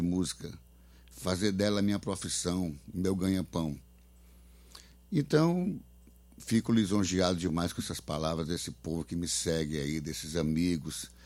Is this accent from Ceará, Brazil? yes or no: yes; Tianguá, Ceará, Brazil; also born or lived in Fortaleza; sou da Serra Grande aí, do Tianguá, embora tenha nascido aqui em Fortaleza, mas meu berço cultural, berço familiar, tudo é da Serra Grande. Foi lá onde eu me criei, onde eu finquei minhas raízes.